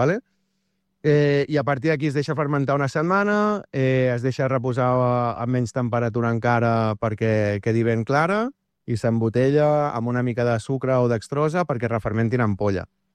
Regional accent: Arenys de Mar, Catalonia, Spain; jo vaig començar muntant una fira de birra al meu poble i...

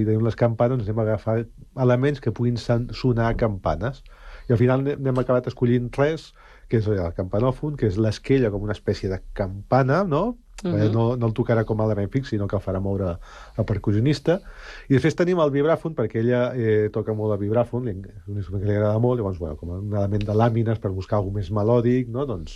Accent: Sant Cugat del Vallès, Catalonia, Spain; jo soc nascut a Sant Cugat, actualment ja no he visc a Sant Cugat, però soc nascut aquí i he viscut 41 anys a Sant Cugat.

